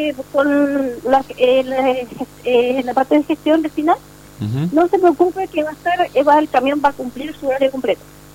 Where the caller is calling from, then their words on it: Chile; Paso Seco Sur.